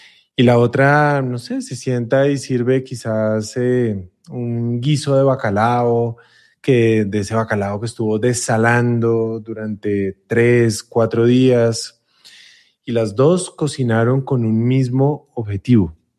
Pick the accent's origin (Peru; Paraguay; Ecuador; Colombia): Colombia; moved away; Yo soy colombiano